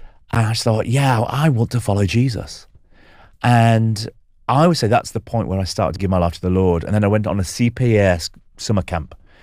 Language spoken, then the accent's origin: English; Yorkshire and the Humber, United Kingdom; I grew up in West Yorkshire in a mining town. Really spent a lot of time with my grandparents on the local council estate.